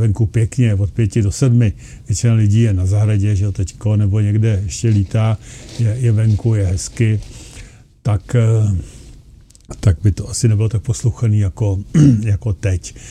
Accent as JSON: {"language": "Czech", "town": "Plzeň", "region": "Plzeň Region", "country": "Czechia", "said": "říká, že odkud jsem, já jsem říkal z Plzně, on je z Prahy"}